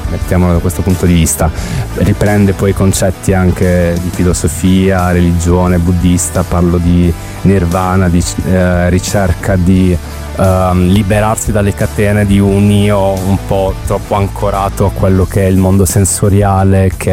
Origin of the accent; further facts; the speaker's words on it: Bari, Apulia, Italy; moved away as an adult; now in Bologna, Italy; Veniamo da Bologna, ma nessuno di noi tecnicamente è bolognese, ovvero che io vengo da Bari, mi sono trasferito a Bologna 8 anni fa.